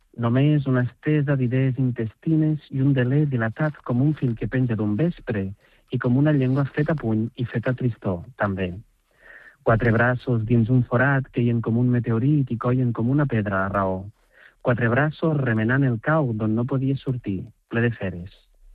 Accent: Catalonia, Spain; perquè jo soc de Ponent i hi ha un paisatge de Terra Baixa que em ressona molt, no?

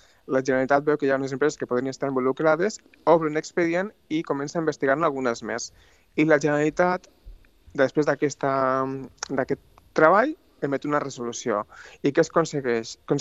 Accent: Tarragona, Catalonia, Spain; Bueno, jo sóc de Tarragona, eh? Però jo estic vivint al País Basc i per tant, em tocava el tema una mica com a personal, no?

